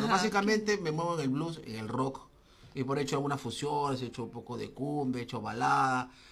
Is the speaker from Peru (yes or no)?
yes; Lima, Peru; Yo soy de Miraflores.